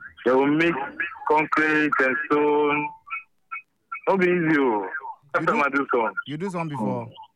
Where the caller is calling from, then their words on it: Nungua, Greater Accra, Ghana; I'm calling from Nungwa.